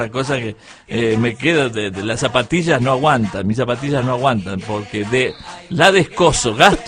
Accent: Córdoba, Argentina; born there; yo nací en Córdoba, o sea que viste que tiene uno en la sangre ya el cuarteto.

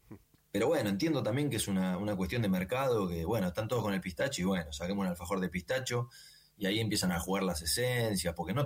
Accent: Argentina; somos los argentinos

